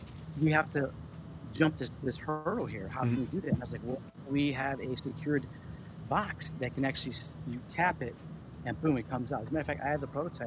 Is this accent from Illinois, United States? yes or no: yes; Chicago, Illinois, United States; It's the tortilla. I'm from Chicago.